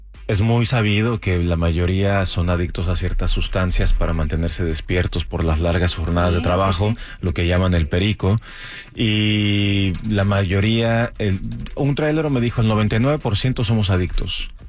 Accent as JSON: {"language": "Spanish", "town": "Tijuana", "region": "Baja California", "country": "Mexico", "said": "soy de Tijuana además"}